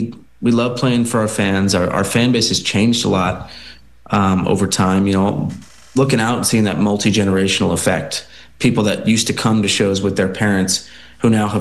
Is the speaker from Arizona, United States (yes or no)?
no; New Jersey, United States; Well, as I mentioned, we grew up in Jersey, and been lifelong Giants fans